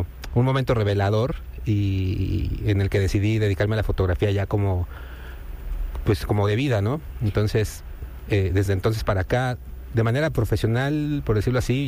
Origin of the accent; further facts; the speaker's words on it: Mexico City, Mexico; born there; Yo nací aquí muy cerca en Tepito